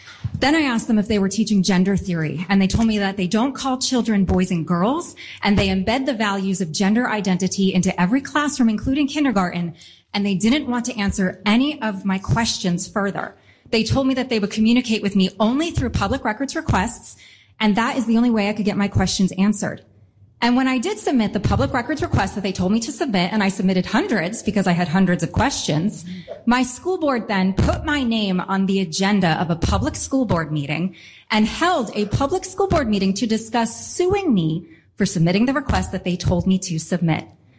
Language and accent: English; Rhode Island, United States; I am a mother from Rhode Island